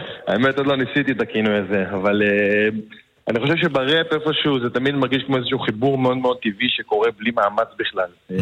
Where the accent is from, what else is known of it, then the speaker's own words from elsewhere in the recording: Nesher, Haifa District, Israel; moved away as an adult; also born or lived in Tel Aviv / Ramat Gan; now in Ashkelon, Israel; אני במקור מנשר, ועכשיו אני אשקלוני.